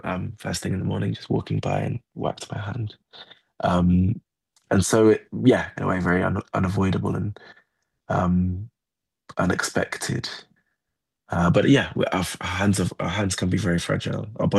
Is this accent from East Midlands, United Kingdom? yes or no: yes; Nottingham, East Midlands, United Kingdom; now in London, United Kingdom; I now live in South London, but I grew up in Nottingham.